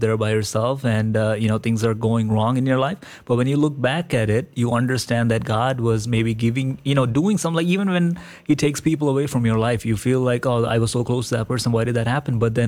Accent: Kerala, India; But other than that, you know, growing up in India, growing up in Kerala always brings a smile to my face when I think about it, because it's fond memories that, you know, will carry for the rest of my life.

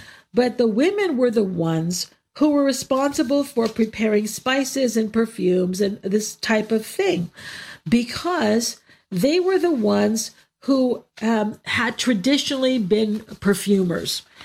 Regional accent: United States; I grew up in the United States.

